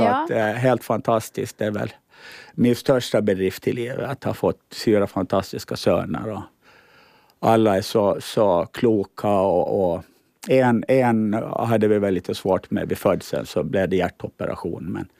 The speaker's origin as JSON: {"language": "Swedish", "region": "Åland", "country": "Finland"}